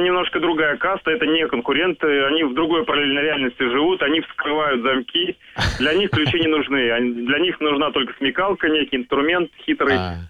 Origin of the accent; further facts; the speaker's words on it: Tolyatti, Samara Oblast, Russia; now in Saint Petersburg, Russia; я из Петербурга, вот, приехал из Самарской области, из города Тольятти, там, где волжские автомобили делаются.